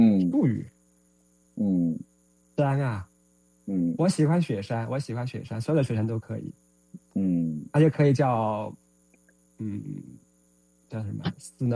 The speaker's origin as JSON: {"language": "Chinese", "region": "Hunan", "country": "China", "tie": "born or raised there", "said": "是的，是在湘南，就是湖南南部大山里面，就我们家，你从我们家就可以看到，就是我们家的对面和后面全都是那种连绵的高山。"}